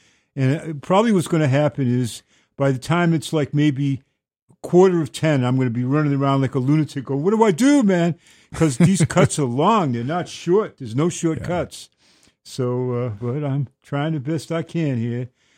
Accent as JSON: {"language": "English", "town": "Boston", "region": "Massachusetts", "country": "United States", "accent": "Boston", "said": "And he says, thinks it's my Boston accent."}